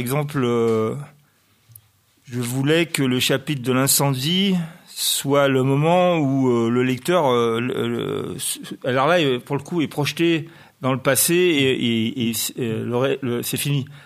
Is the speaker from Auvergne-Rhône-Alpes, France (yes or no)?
yes; Grenoble, Auvergne-Rhône-Alpes, France; je suis grenoblois, ça, je me suis dit, mais Grenoble a été détruit en 1219.